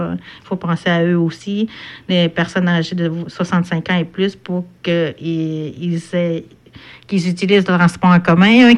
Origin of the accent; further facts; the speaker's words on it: Quebec, Canada; mais nous, on est des Nord-Côtiers, on connaît pas ça.